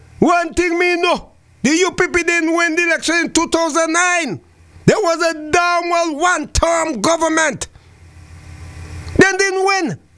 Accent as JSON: {"language": "English", "country": "St. Vincent & Grenadines", "tie": "born or raised there", "moved": "yes", "lives_now": "Antigua and Barbuda", "said": "St. Vincent, my hometown."}